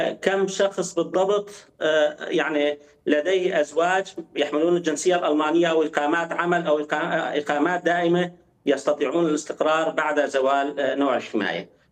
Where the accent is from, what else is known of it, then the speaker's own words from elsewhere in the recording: Syria; now in Germany; نحن كسوريين